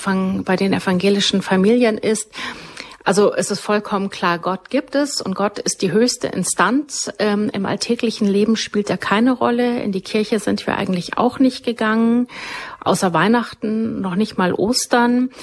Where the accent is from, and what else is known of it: Bavaria, Germany; born there